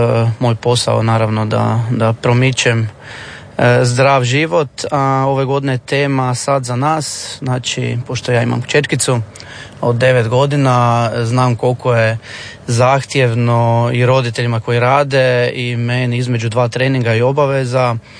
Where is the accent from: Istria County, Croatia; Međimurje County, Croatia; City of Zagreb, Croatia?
Međimurje County, Croatia; Čakovec; ja sam iz Čakovca u svojem gradu